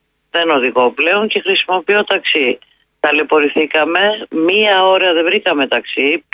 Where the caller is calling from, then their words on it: Vyronas, Attica, Greece; Θέλαμε να πάρουμε ένα ταξί να γυρίσουμε σπίτι μας στο Βύρονα.